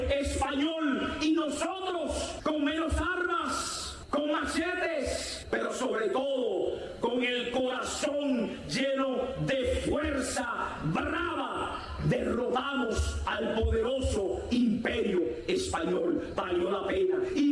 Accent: Dominican Republic; Nosotros, los que estamos aquí, somos el corazón de la República, el alma, el espíritu de la República Dominicana.

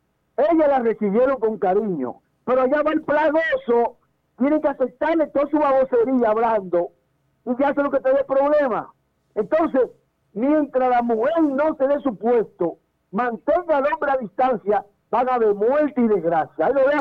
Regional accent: Baní, Peravia, Dominican Republic; born there; yo soy de Villa Sombrero Banileo

